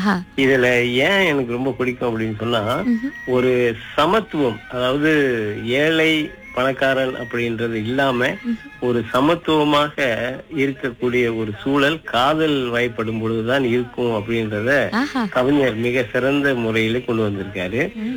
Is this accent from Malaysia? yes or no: yes; Malacca, Malaysia; நான் வந்து மலாக்கா இருக்கக்கூடிய புக்கிதாசகான் தோட்டத்துல பக்கத்துல ஓசிங் சான் என்ற ஒரு சீனர் தோட்டத்துல பிறந்து வளர்ந்தேன்.